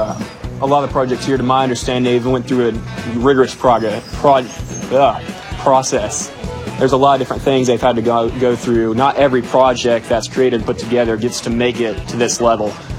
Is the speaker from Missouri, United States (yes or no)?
yes; Dadeville, Missouri, United States; So I'm from Dadeville, small town of about 200. I would say it's east of nowhere, but we're about 10 minutes south of Stockton Lake.